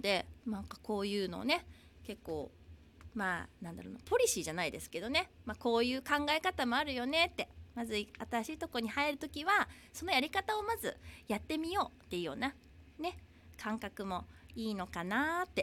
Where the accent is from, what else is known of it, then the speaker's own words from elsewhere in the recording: Hiroshima, Japan; now in Okinawa, Japan; 本当にこの地元の広島から沖縄に住んだのが私にとっては初めての、一人でこう引っ越すっていうのはね、初めてだったんです。